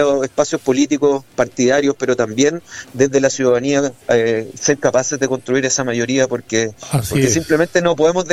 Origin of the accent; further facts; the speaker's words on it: Rapel, O'Higgins, Chile; muy especialmente a los vecinos de Rapel, mi pueblo